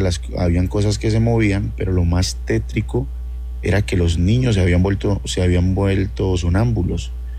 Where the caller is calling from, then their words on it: Bucaramanga, Santander, Colombia; Le hablo desde Bucaramanga, la ciudad bonita.